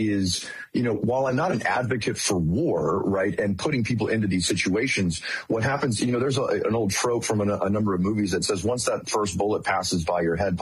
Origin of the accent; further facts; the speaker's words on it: Sunnyvale, California, United States; moved away; I was 16 years old. And so I'm from Northern California, Silicon Valley area.